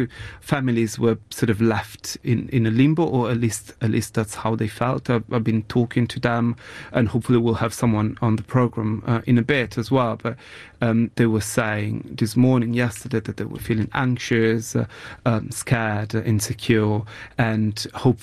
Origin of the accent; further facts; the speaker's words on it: Genoa, Liguria, Italy; English is a second language; I'm originally from Genoa, and I was visiting my family because it was a public holiday.